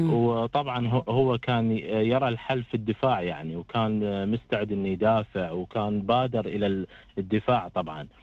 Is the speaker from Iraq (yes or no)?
yes; Iraq; طبعا كعراقي حس بهذا الخطر